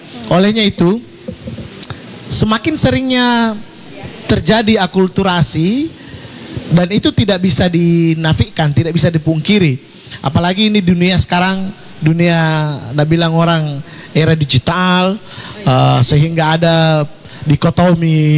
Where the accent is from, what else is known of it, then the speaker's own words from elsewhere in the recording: Makassar, South Sulawesi, Indonesia; kalau saya menyebut … tanpa memproklamirkan bahwa saya orang Makassar